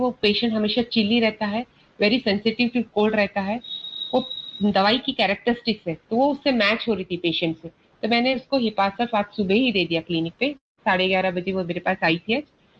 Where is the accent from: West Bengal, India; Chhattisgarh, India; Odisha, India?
Chhattisgarh, India; Raipur; मैं छत्तीसगढ़ रायपुर से हूँ, तो वहाँ पे PMT एग्ज़ाम होती है मेडिसिन के लिए।